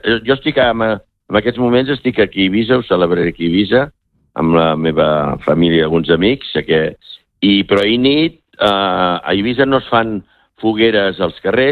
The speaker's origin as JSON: {"language": "Catalan", "town": "Barcelona", "region": "Catalonia", "country": "Spain", "tie": "born or raised there", "said": "jo soc del Poble Sec"}